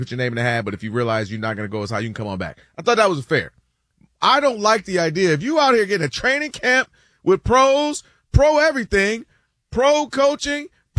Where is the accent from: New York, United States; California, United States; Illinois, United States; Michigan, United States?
Michigan, United States; Ann Arbor; I'm born and raised in Ann Arbor.